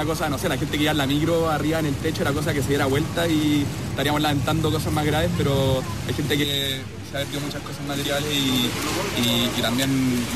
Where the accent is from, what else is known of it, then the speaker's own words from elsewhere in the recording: Chile; no perder la humanidad y lo que nos define como chilenos